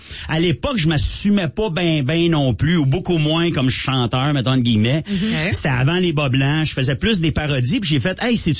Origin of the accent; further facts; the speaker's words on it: Ottawa, Ontario, Canada; moi je viens d'Ottawa, là, j'ai resté à Ottawa longtemps, mais je dis Ottawa, je voulais pas dire Canada